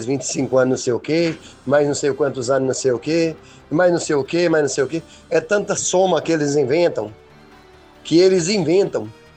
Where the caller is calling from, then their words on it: Brazil; Eu sou brasileiro.